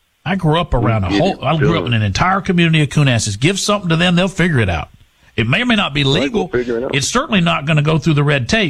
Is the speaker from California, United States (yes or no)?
no; Orange, Texas, United States; moved away; I'm from Orange originally